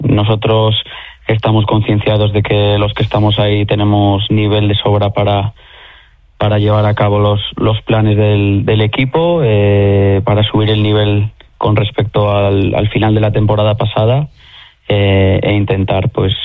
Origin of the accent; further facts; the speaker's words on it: León, Castile and León, Spain; casi todos los que estamos ahí somos chicos de León.